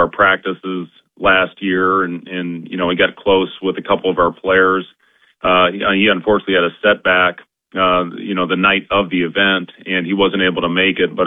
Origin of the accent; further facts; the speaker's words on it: Ames, Iowa, United States; growing up in Ames, Iowa.